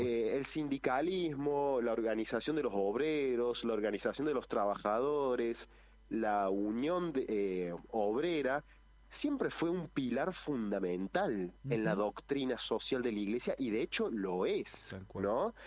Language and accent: Spanish; Córdoba, Argentina; uno acá como cordobés